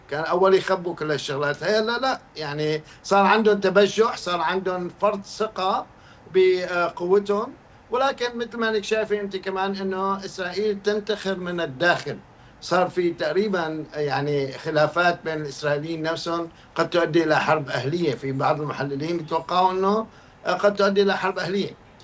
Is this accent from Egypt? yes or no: no; Syria; now in United States; كسوريين امريكان صرنا 15 سنة عم نشتغل مع أعضاء الكونغرس والإدارة والوزارة الخارجية هون